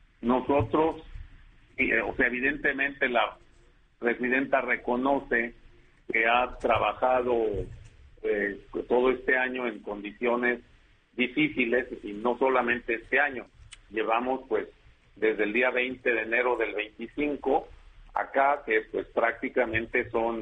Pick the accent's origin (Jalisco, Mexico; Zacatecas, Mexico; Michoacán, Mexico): Zacatecas, Mexico; moved away; lo que pasó allá en mi tierra, Zacatecas